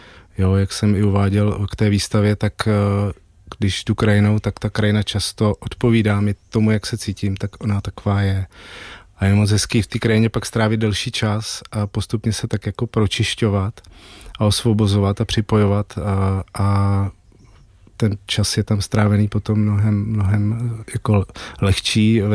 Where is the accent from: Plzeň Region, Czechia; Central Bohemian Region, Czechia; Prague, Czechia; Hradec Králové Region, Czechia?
Hradec Králové Region, Czechia; Hradec Králové; Já jsem žil do 25 nebo do 20 let v Hradci Králové